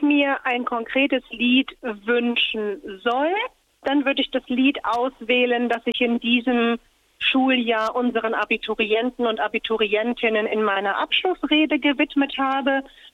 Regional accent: Bielefeld, North Rhine-Westphalia, Germany; moved away; Aufgewachsen bin ich im schönen Bielefeld in Ostwestfalen-Lippe in Nordrhein-Westfalen. Das ist die Stadt, von der man sagt, dass sie nicht existiert. Ich kann Ihnen aber versichern, dass sie sehr wohl existiert. Ich bin dort aufgewachsen, habe dort auch Deutsch als Fremdsprache studiert.

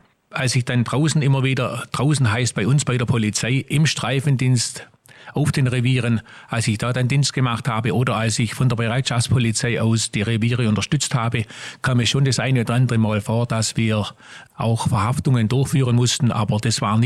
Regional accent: Rechberg, Baden-Württemberg, Germany; Ich bin ein Rechberger durch und durch

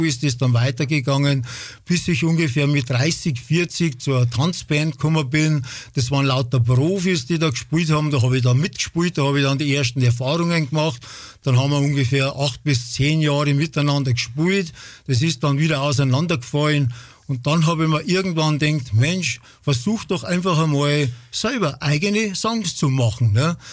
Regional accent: Bavaria, Germany; Ich liebe meine Heimat und ich wollte auch einen Namen aus meiner Heimat haben und darum … es kommt von der Holledau, wir sagen Holledau

